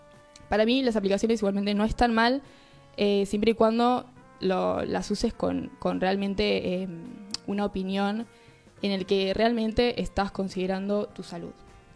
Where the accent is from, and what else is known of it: Argentina